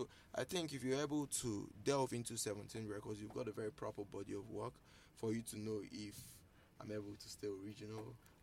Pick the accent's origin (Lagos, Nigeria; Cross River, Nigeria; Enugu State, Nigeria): Enugu State, Nigeria; I'm from Umuagudi. I'm from Enugu State.